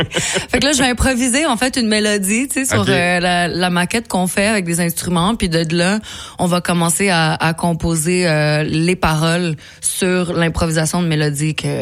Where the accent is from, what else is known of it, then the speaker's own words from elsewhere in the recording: Mexico; French is a second language; Le français, je l'ai appris quand même tard. Tu sais, j'ai grandi au Mexique, comme tu sais.